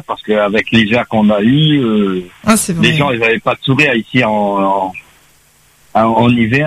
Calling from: France

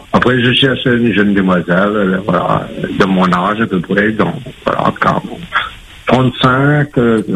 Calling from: Saint-Joseph, Réunion; J'habite sur Saint-Joseph. Après, j'ai 47 ans.

